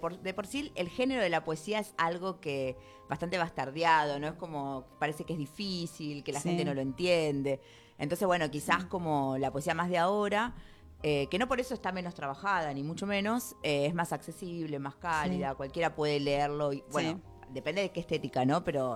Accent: Santa Teresita, Buenos Aires Province, Argentina; yo soy de Santa Teresita, que es una localidad balnearia ahí en el Partido de la Costa

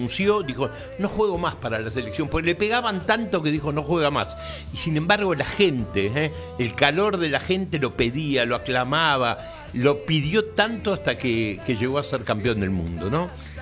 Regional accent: Argentina; somos argentinos

